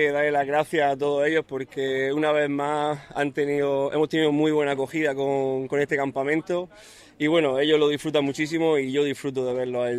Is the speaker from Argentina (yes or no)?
no; Motril, Andalusia, Spain; en todo ello voy diciendo el nombre de Motril estoy muy orgulloso de donde soy